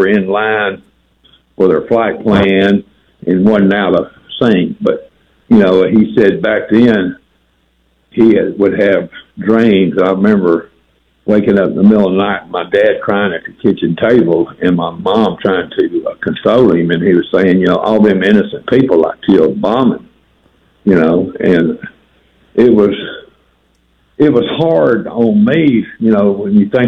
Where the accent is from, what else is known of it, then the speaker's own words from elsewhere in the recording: Mississippi, United States; also born or lived in Bangor, Maine; I was born in Bangor, Maine. They say I was a maniac, but then I moved to Mississippi, and I was in the later part of my dad's career.